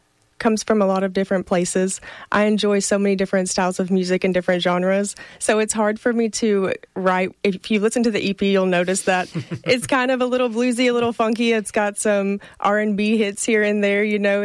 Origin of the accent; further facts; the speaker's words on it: Portageville, Missouri, United States; moved away as an adult; now in Jonesboro, United States; Yes, I was born and raised around Portageville, Missouri. Grew up there all my life. And then shortly after I graduated, I moved to Jonesboro, Arkansas to come to A-State.